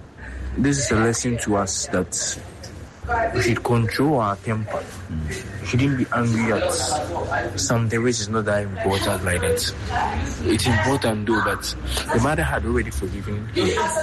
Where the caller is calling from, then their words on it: Accra, Greater Accra, Ghana; I'm speaking from Accra.